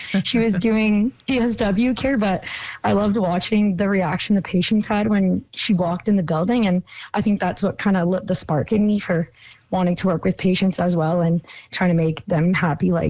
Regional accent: Fort Frances, Ontario, Canada; moved away; I'm from Fort Frances, so I definitely want to work where I'm from

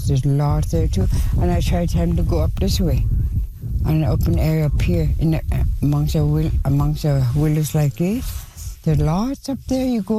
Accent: Reindeer Station, Northwest Territories, Canada; now in Inuvik, Canada; I'm from Reindeer Station, but I live in Inuvik now, and I've been here for a long time.

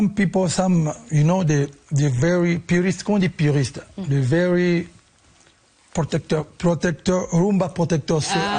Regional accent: Kinshasa, DR Congo; first language Lingala; English is a second language; I never speak Swahili when I grew up in Kinshasa, I speak just Lingala, a little bit French.

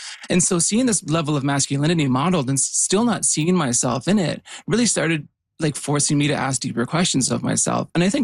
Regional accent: Yukon, Canada; I grew up in the Yukon

